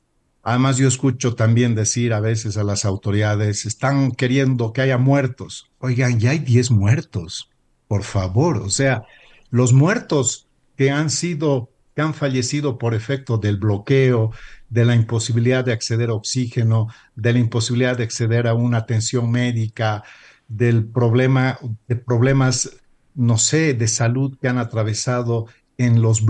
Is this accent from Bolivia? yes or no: yes; Bolivia; tengo un hermoso poncho tarabuqueño, que por cierto es una joya hermosísima de mi tierra.